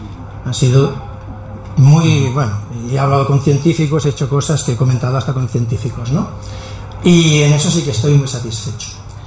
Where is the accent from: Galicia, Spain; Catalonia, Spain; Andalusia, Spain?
Catalonia, Spain; Yo soy catalán, conozco Cataluña, o pensaba que conocía Cataluña.